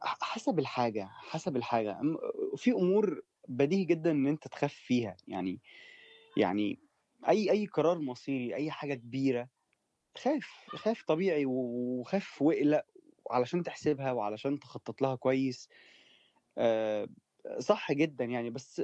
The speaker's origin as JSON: {"language": "Arabic", "country": "Egypt", "said": "احنا بجد كمصريين شطار قوي في الأمثلة"}